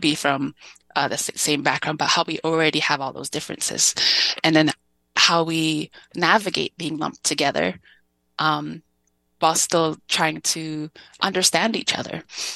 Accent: Winnipeg, Manitoba, Canada; For myself, I'm born and raised in Winnipeg. And so what does it mean for me as a second generation Filipino-Canadian?

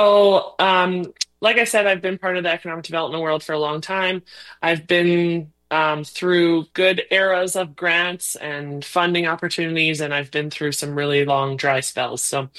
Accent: Hazelet, Saskatchewan, Canada; I started out in my hometown of Hazelet, and I've contracted to several other communities since then.

